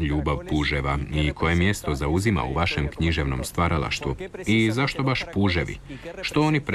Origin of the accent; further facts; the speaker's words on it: Punta Arenas, Magallanes, Chile; I ja sam iz Puntarenasa, pa mi je ova tema posebno bliska.